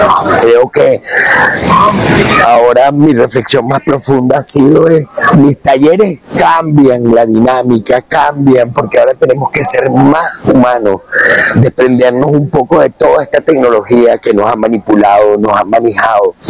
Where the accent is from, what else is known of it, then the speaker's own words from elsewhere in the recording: Venezuela; la calidad de gente que somos los venezolanos.